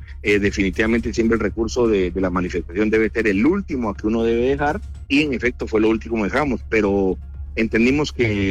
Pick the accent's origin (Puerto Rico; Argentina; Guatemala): Guatemala; soy un guatemalteco común y corriente que presta un servicio, que vivo el día a día